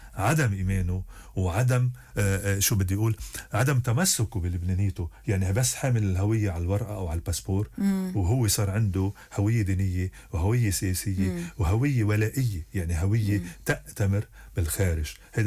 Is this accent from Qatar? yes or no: no; Lebanon; نحن كلبنانيين منفتحين على كل الطوائف في لبنان.